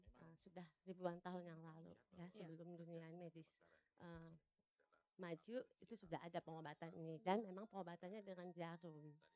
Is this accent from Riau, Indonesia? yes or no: no; Kupang, East Nusa Tenggara, Indonesia; Dan kembali ke Kupang ya, saya anak daerah asli Kupang.